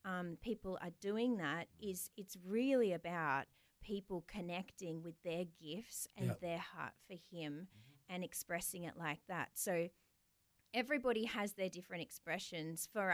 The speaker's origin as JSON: {"language": "English", "country": "Australia"}